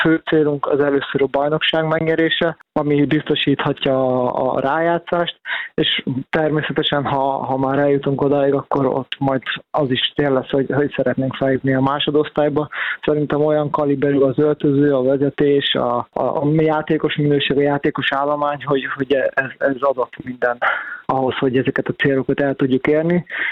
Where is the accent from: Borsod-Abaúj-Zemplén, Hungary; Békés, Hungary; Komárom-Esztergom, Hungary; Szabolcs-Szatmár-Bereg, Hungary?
Békés, Hungary; Gyula; én itt születtem, itt kezdtem a pályafutásomat, gyerekkoromban 12 éves koromig itt fociztam, nekem az egész családom gyulai kötődés, meg itt vannak a szüleim